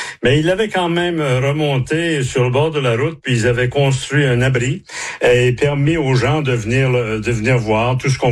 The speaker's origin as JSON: {"language": "French", "town": "Campbellton", "region": "New Brunswick", "country": "Canada", "tie": "born or raised there", "said": "Ben, je suis né à Campbellton. J'ai passé toute ma jeunesse là."}